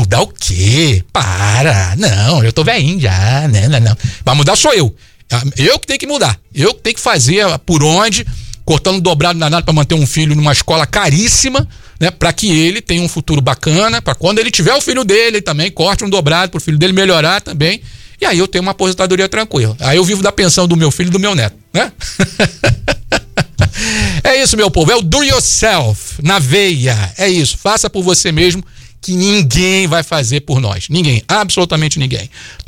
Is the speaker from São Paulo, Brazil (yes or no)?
no; Rio de Janeiro, Brazil; now in United States; eu sou do Rio de Janeiro, eu ouço essa balela desde 1976